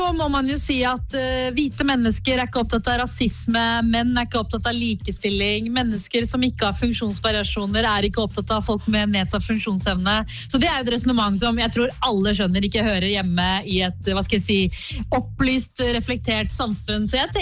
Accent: Oslo, Norway; also born or lived in Sri Lanka / Hammerfest; jeg har vokst opp i Oslo med både T-banetrikk, tog, ekspressbuss og melkerutebuss

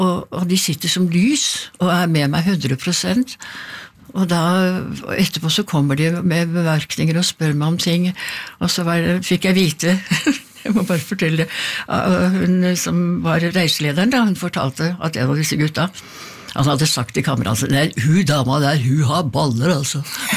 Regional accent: Oslo, Norway; born or raised there

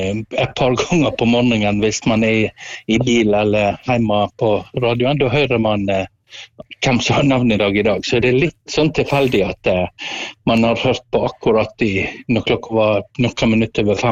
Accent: Osterøy, Vestland, Norway; Du, jeg befinner meg på Osterøy. Jeg er født opp og vokst og bor på Osterøy.

